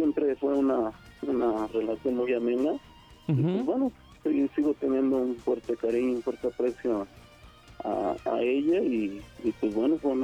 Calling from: Tula de Allende, Hidalgo, Mexico; Andamos por acá en el estado de Hidalgo.

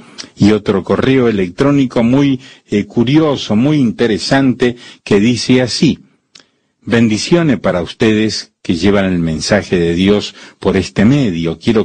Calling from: La Guaira, Vargas, Venezuela; soy de Venezuela, estado Vargas, La Guaira, San Antonio, calle 9, casa 36, código postal 1166.

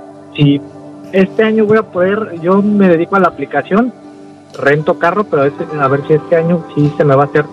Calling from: Santa Catarina, Nuevo León, Mexico; desde Santa Catarina, los 40 FM.

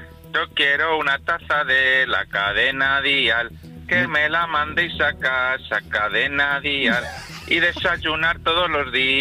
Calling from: El Álamo, Community of Madrid, Spain; Desde Madrid, el Álamo, Madrid.

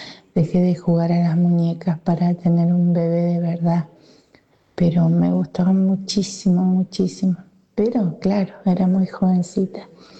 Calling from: Rosario, Santa Fe, Argentina; de Rosario.

